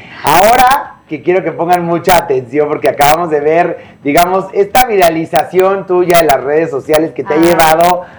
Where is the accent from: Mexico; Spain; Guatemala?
Mexico; somos mexicanos